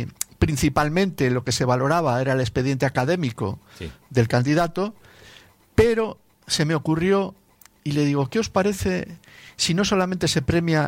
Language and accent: Spanish; San Andrés de Giles, Buenos Aires Province, Argentina; born or raised there; moved away